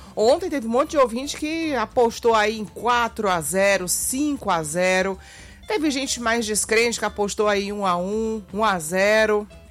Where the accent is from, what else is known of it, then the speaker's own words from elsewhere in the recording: Brazil; a gente é brasileiro e não desiste nunca, né?